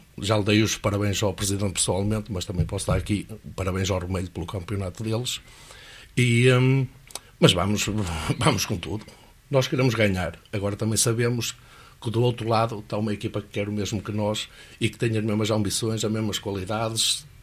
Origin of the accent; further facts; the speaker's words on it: Remelhe, Braga, Portugal; now in Airó, Portugal; sou natural de Remelho